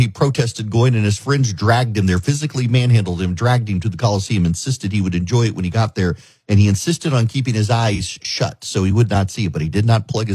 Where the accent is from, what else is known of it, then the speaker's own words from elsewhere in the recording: Dubai, United Arab Emirates; When I was a kid growing up in Dubai, we would get invited to public executions. It's a very third world thing.